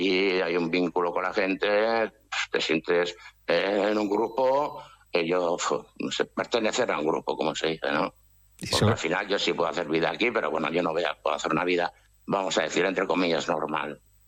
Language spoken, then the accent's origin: Spanish; Oiartzun, Basque Country, Spain; yo no estoy en el barrio, no estoy en el pueblo, yo soy de Oyarzún.